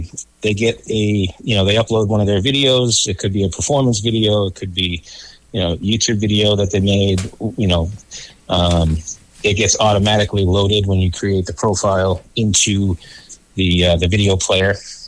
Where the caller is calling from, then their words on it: Dayton, Maine, United States; I am from Dayton, Maine.